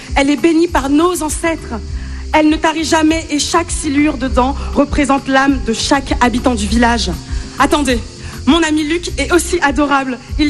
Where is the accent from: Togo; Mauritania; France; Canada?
Togo; Koka; Nous voilà quelque part ici à Koka, mon village natal. Là-bas, c'est la belle vie. Un village tout naturel, tout bio.